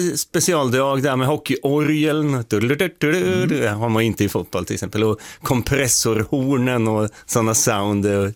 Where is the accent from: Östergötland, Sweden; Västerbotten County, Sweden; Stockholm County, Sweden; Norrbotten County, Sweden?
Östergötland, Sweden; Åtvidaberg; Jag är från Åtvidaberg, så jag är från Götaland.